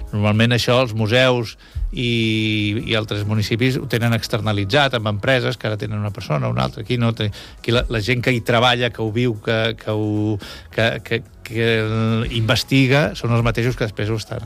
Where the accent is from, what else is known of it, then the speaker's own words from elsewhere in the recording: L'Hospitalet de Llobregat, Catalonia, Spain; moved away as an adult; also born or lived in Barcelona; now in Calafell, Spain; Jo vaig néixer... vaig néixer a Barcelona, a la maternitat, però bueno, soc fill d'Hospitalet de Llobregat.